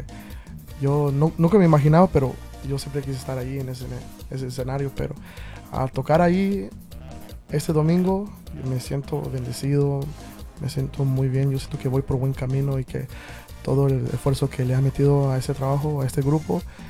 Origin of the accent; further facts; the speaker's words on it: Indianapolis, Indiana, United States; yo soy nacido y criado aquí en Indianápolis